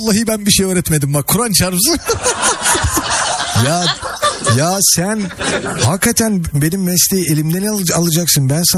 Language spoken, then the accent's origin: Turkish; Istanbul, Turkey; Ben dedim İstanbul'da büyüdüm ama. Yani benim de mesela bulunduğum yer köy gibiydi o zamanlar, 80'ler 90'lar falan.